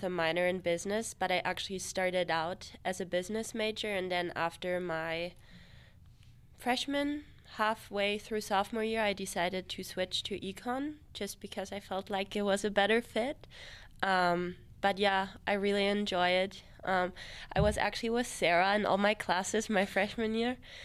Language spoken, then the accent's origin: English; Baden-Württemberg, Germany; moved away as an adult; now in United States; I'm from Germany, okay. Black Forest area.